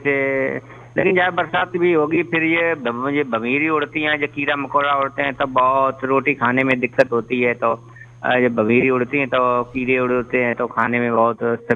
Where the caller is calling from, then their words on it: Farrukhabad, Uttar Pradesh, India; बात कर रहा हूँ फरुखाबाद उत्तर प्रदेश से, कानपुर के पास में पड़ता है मेरा जिला है